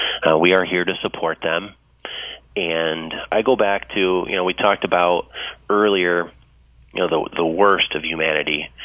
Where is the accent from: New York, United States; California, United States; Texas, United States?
New York, United States; Greece; moved away as an adult; now in Ontario County, New York, United States; I grew up in Greece, New York, but my children were raised here in Ontario County, New York.